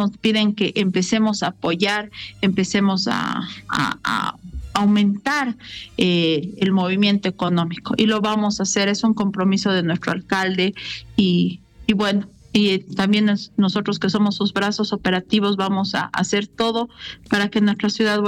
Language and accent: Spanish; La Paz, Bolivia; Como paceños, creo que es un mes que nos realza, que hace que ese corazoncito paceño vibre